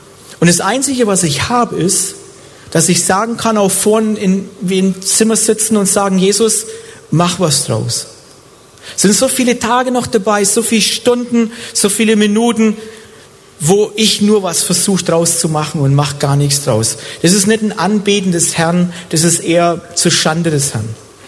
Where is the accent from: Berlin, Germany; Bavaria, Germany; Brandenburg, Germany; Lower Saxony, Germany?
Bavaria, Germany; also born or lived in Swabia; Aber ich bin und bleib ein Franke.